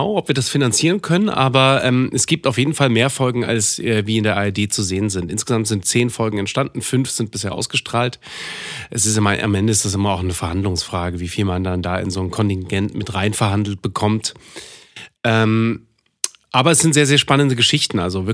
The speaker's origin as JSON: {"language": "German", "region": "Saxony", "country": "Germany", "tie": "born or raised there", "said": "Und Sachsen finde ich da natürlich ein total spannendes Umfeld, weil es A, meine Heimat ist"}